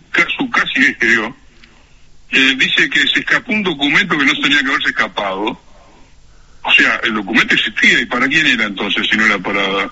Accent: Montevideo, Uruguay; born there; Yo nací en Montevideo, pero viví mucho tiempo en el interior.

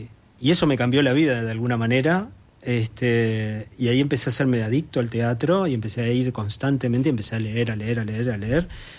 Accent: Montevideo, Uruguay; now in Malvín, Montevideo, Uruguay; Nací en La Unión. Y ese fue como el barrio de toda mi niñez y parte de mi juventud. Y después, en realidad, en mi vida más de adulto fue Malvín.

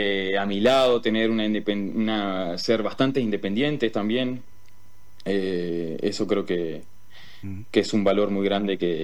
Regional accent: Juan Lacaze, Colonia, Uruguay; moved away as an adult; also born or lived in Montevideo, Uruguay; now in California, United States; nací en Juan Lacase y me crié en Juan Lacase, y de Juan Lacase a Montevideo, si bien hay una distancia, pero también es bastante cercana

